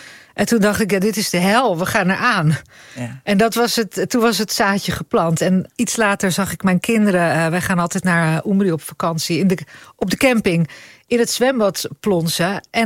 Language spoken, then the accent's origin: Dutch; Italy; Maar ik ben half Italiaans en ik ben deels daar opgegroeid.